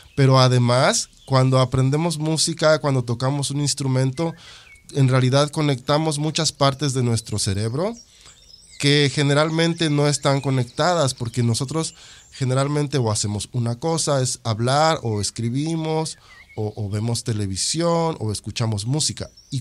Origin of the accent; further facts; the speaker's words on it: Mexico; Bueno, como mexicano, como descendiente de Xochimilcas otomís, como hablante también de lengua tzotzil, y como mexicano pero como persona simplemente soy una persona única